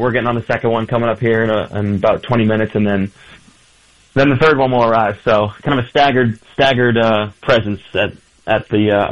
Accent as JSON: {"language": "English", "town": "Boston", "region": "Massachusetts", "country": "United States", "tie": "born or raised there", "said": "I'm from Boston, so we give them, you know, that's, we grew up doing that to them"}